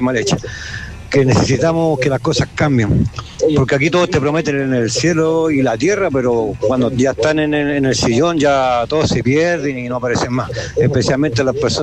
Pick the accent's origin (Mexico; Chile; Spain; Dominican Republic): Chile; cómo te dirigí nosotros como chilenos comunes al Parlamento, al Senado, a los políticos que tenemos acá en Antofagasta